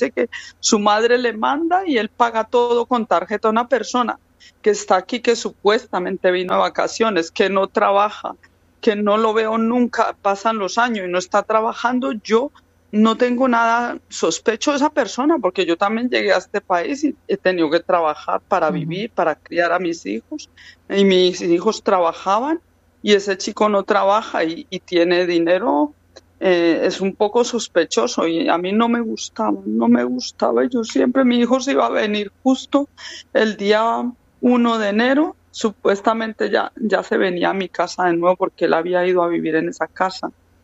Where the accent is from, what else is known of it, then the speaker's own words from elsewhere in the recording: Colombia; moved away; yo vengo de origen de Colombia